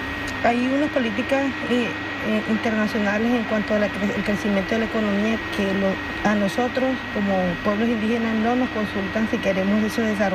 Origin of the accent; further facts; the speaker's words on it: La Guajira, Colombia; yo vengo de la Guajira, Colombia.